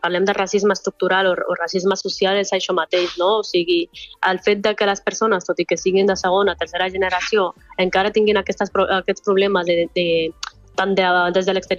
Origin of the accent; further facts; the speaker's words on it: Catalonia, Spain; jo ja pensava que era impossible ser catalana al mateix temps que era marroquina